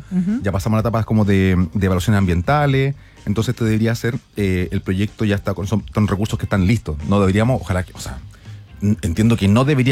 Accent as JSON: {"language": "Spanish", "town": "Santiago", "region": "Santiago Metropolitan Region", "country": "Chile", "said": "Exacto, pero igual no nos interesa tanto como santiaguinos."}